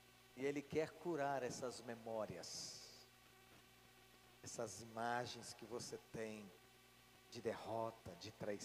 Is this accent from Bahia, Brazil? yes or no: yes; Bahia, Brazil; Eu sou baiano em quase todas as coisas, menos nessa comida.